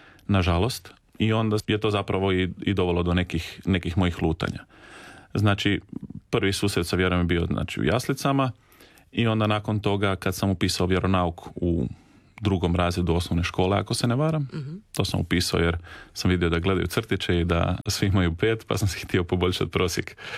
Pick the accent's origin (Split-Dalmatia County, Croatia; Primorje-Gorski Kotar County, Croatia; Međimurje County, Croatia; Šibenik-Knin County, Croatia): Primorje-Gorski Kotar County, Croatia; Rijeka; born there